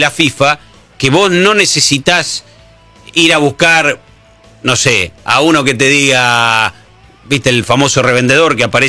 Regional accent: Argentina

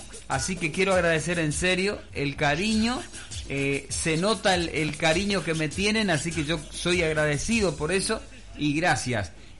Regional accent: Puerto Iguazú, Misiones, Argentina; yo tenía 6 años por ahí, ya había problema acá en mi pueblo de luz

